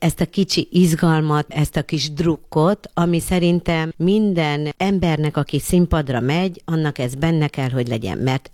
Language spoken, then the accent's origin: Hungarian; Szabolcs-Szatmár-Bereg, Hungary; Egy nagyon pici kis faluban nőttem föl, Szabolcs-Szatmár-Bereg megyében, nagyon kevesen laktak a kis faluban